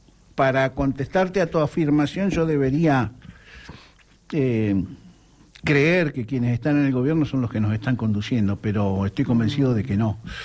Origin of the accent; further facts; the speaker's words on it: Argentina; las empresas que hemos asumido como argentinos